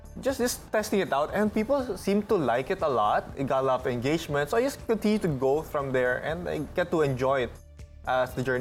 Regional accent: Baguio, Cordillera Administrative Region, Philippines; now in Manila, Philippines; by blood, I'm Chinese, but I was born here in the Philippines, so I speak more English and Filipino than anything else. I grew up in Baguio also, so life has been quite different since I've stayed here in Manila.

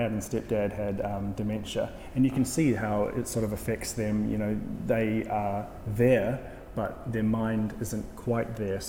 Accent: Philippines; Also, being a Filipino and two Filipino artists and living up to that.

